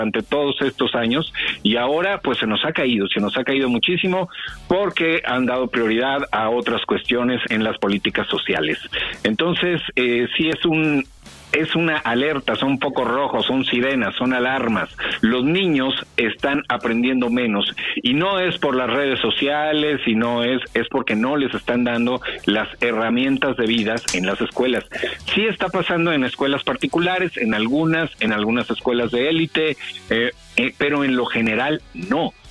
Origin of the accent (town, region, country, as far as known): Mexico